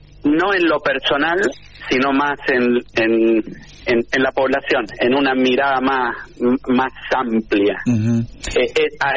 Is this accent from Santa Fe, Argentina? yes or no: no; San Juan, Argentina; born there; now in Córdoba, Argentina; Eso sí, vivo acá, sí. Nací en San Juan y vivo acá en provincia de Córdoba.